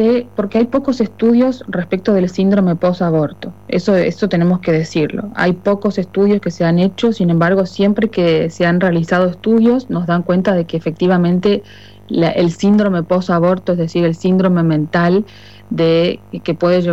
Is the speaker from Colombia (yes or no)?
no; Argentina